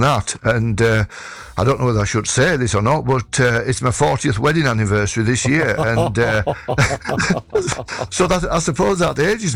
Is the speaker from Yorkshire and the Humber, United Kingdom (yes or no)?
yes; Yorkshire and the Humber, United Kingdom; as a Yorkshireman, as a true Yorkshireman